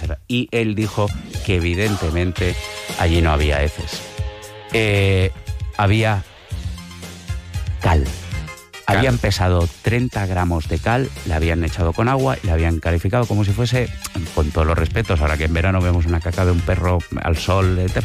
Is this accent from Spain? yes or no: yes; Sant Feliu de Llobregat, Catalonia, Spain; born or raised there